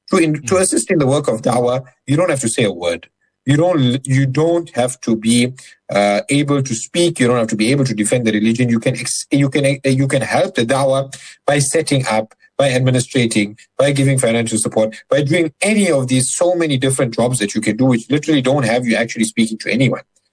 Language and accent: English; Durban, KwaZulu-Natal, South Africa; I'm from Durban